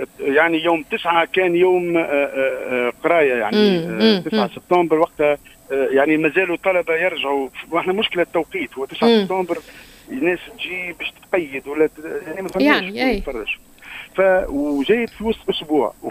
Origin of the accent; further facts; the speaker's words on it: Sfax, Sfax Governorate, Tunisia; moved away; أنا من صفاقس